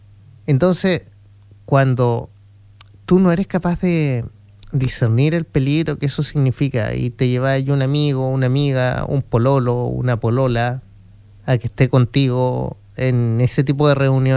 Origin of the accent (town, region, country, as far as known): Chile